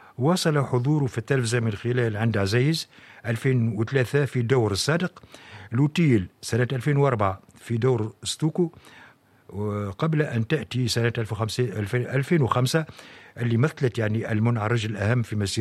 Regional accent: Tunisia; يعني كتوانسة يعني إلى اليومنا هذا

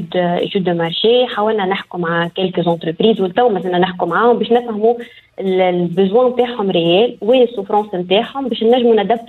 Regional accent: Tunisia; ليكوسيستيم اللي عندنا في تونس

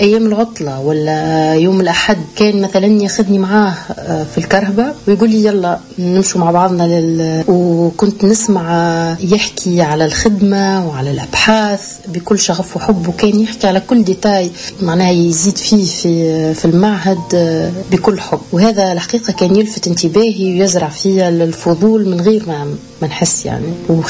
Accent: Medenine, Tunisia; بين دارنا في مدنين

